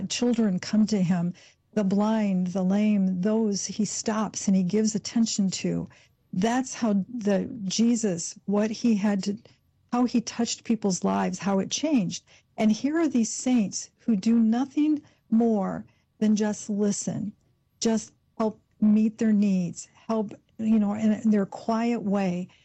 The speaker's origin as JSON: {"language": "English", "town": "Grand Rapids", "region": "Michigan", "country": "United States", "tie": "born or raised there", "said": "I learned about Blessed Solanus Casey from my grandmother, because I grew up in Grand Rapids, Michigan, and around that area, Wisconsin, Detroit"}